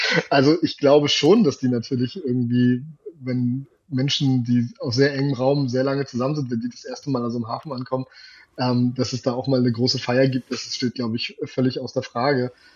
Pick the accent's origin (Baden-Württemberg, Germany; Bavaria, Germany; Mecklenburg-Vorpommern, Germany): Mecklenburg-Vorpommern, Germany; Rostock; Also ich bin in Rostock geboren, 1989. Meine gesamte Familie kommt aus dem Schiffbau.